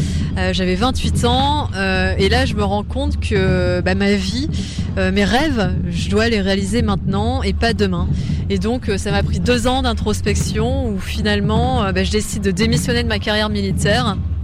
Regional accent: Hauts-de-France, France; born there; Je suis née en Picardie, c'est très exotique.

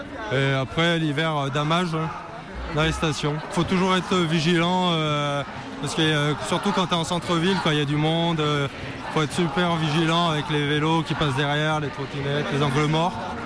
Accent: Feyzin, Auvergne-Rhône-Alpes, France; je suis de Fezin et je viens porter ma solidarité.

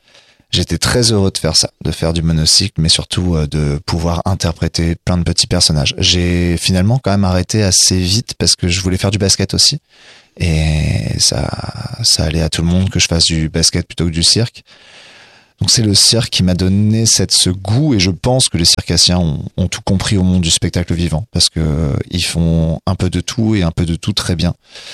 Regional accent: Laon, Hauts-de-France, France; also born or lived in Brou-sur-Chantereine, Seine-et-Marne; Je suis né à Brou-sur-Chantraine dans le 77 en Seine-et-Marne, mais très rapidement mes parents ont bougé en Picardie, maintenant ça se dit plus, c'est dans l'Aisne. J'ai vécu 11 déménagements sur ce secteur-là, je suis surtout resté au niveau de Laon, la ville couronnée.

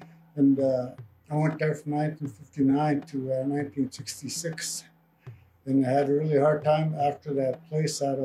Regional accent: Salmon Arm, British Columbia, Canada; I come from the Sikwipmik Nation of the Shuswap Lakes of Salmon Arm, British Columbia.

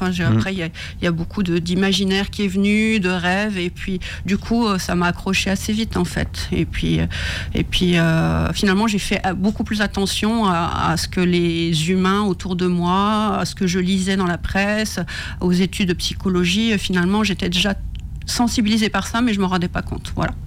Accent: Grand Est, France; Moi, okay, je suis de Lorraine, donc du coup j'ai travaillé en Lorraine, Nancy et puis la Meuse.

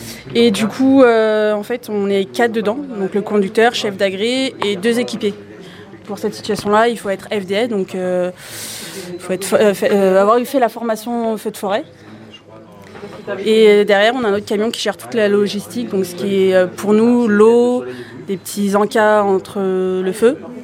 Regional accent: Bourgogne-Franche-Comté, France; Donc, voilà, ça, je suis aussi de Bourgogne.

